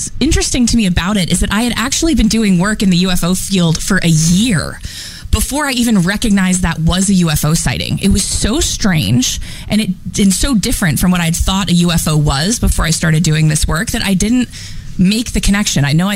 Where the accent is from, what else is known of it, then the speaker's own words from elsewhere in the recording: Cleveland, Ohio, United States; I'm from Cleveland, Ohio.